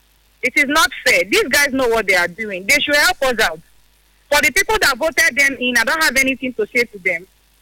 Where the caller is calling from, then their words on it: Port Harcourt, Rivers, Nigeria; I'm calling from Port Harcourt.